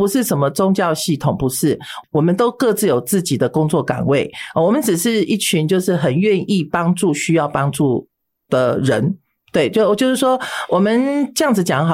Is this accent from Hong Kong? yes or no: no; Taiwan; 我从小是出生于我父母都是外省人，都是外省，都是大陆人哈。好，那我是出生在台湾的外省的第二代。